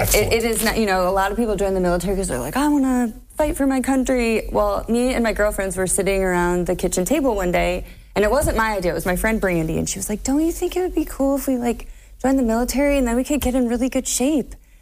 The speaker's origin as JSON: {"language": "English", "town": "Swanton", "region": "Ohio", "country": "United States", "tie": "born or raised there", "said": "So I'm originally, I graduated from Swanton High School."}